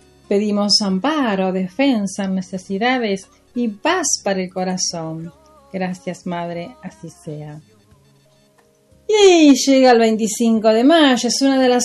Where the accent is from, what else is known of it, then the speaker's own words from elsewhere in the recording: Argentina; Somos argentinos.